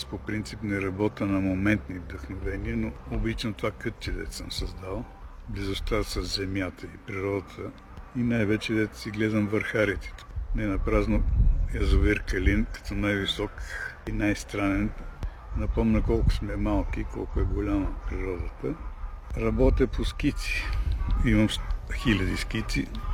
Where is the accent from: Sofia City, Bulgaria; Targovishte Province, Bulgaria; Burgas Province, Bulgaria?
Sofia City, Bulgaria; Sofia; now in Petrich, Bulgaria; Аз не идвам от големия в кавички Петрич, аз си идвам от София.